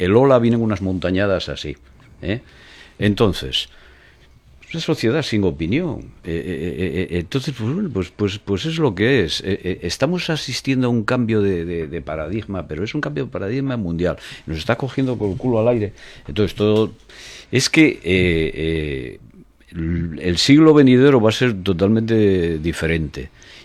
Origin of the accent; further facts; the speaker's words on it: Spain; debo ser el único español